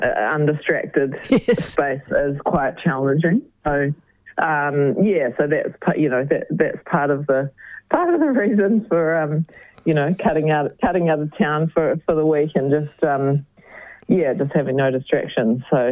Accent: Westport, West Coast, New Zealand; now in Lyttelton, New Zealand; That's right. I grew up on the West Coast. Yeah, I grew up just outside of Westport. Yeah.

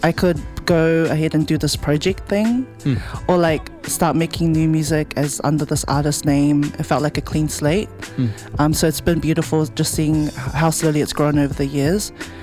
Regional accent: Auckland, New Zealand; I think my upbringing in Avondale was really community focused

